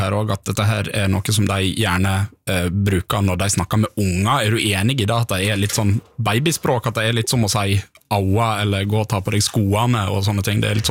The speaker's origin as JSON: {"language": "Norwegian", "country": "Denmark", "first_language": "Danish", "second_language": "Norwegian", "moved": "yes", "lives_now": "Norway", "said": "Jeg har dansk som morsmål, og det er en god utgang for å lære norsk. Men selv etter mer enn 50 år i Norge, så er det uttrykk som undrer meg."}